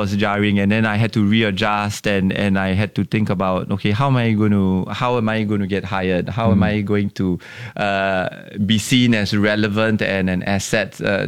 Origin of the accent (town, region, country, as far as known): Singapore